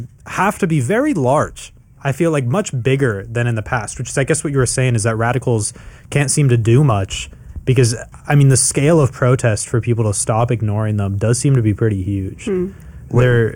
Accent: California, United States; as a Californian, should I vote for the president thing?

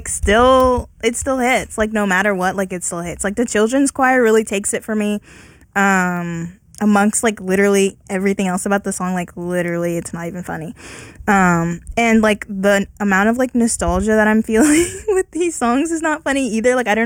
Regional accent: San Diego, California, United States; moved away; San Diego Petco Park in, you know, my hometown of it all.

